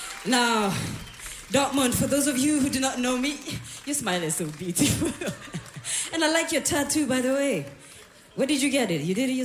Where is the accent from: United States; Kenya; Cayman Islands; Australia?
Kenya; Nairobi; I'm from Nairobi, Kenya.